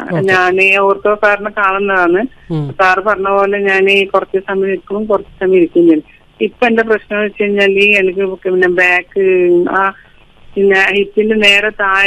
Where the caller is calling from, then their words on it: Kannur, Kerala, India; Kannur city.